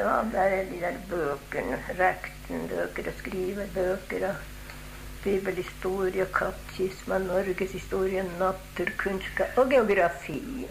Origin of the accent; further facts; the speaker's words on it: Laxforsmån, Västernorrland County, Sweden; born there; Nej, det var bara för det att jag var född på Laxforsmån i Grane.